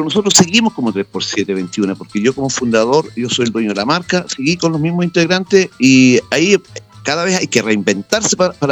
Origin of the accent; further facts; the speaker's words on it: Villarrica, Araucanía, Chile; yo soy nacido y criado en Villarrica. Entonces ya, claro, yo escuchaba de chico folclore en el campo donde vivíamos nosotros, porque éramos campesinos.